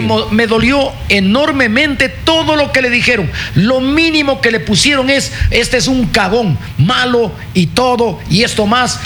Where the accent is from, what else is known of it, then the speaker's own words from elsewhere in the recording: Ecuador; como un ecuatoriano, me dolió todo lo que leí